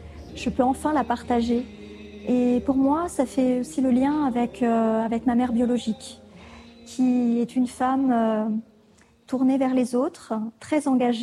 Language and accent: French; Normandy, France; moved away as an adult; also born or lived in Paris; now in La Réunion, France; Je suis originaire de La Réunion et j'ai été adoptée à l'âge de 2 ans, fin des années 70, par une famille normande. Donc j'ai grandi en Normandie.